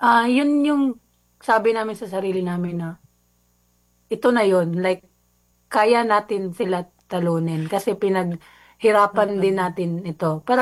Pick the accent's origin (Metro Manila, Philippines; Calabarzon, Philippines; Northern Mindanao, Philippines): Northern Mindanao, Philippines; Magsaysay; I'm from Magsaysay, Misamis Oriental po.